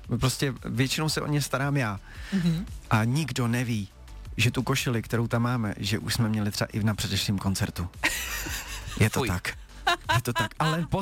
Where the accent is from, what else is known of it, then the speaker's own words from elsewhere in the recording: České Budějovice, South Bohemian Region, Czechia; Jsem z Českých Budějovic, tam se to jmenovalo tenkrát Faktor.